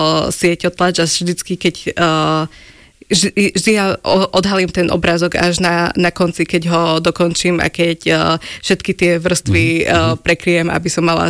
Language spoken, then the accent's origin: Slovak; Poprad, Prešov Region, Slovakia; Ja som z Popradu.